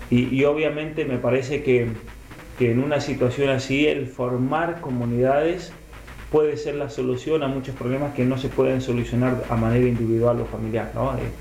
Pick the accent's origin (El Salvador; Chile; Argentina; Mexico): Argentina